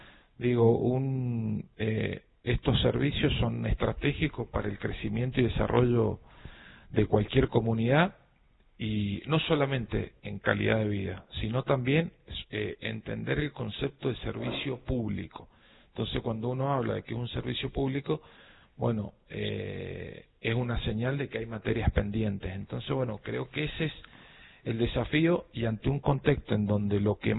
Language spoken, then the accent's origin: Spanish; San Rafael, Mendoza, Argentina; todos los que tenemos algún cargo institucional, político, que somos de San Rafael